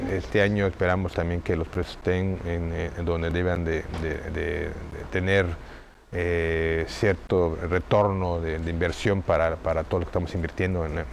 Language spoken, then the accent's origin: Spanish; Mexico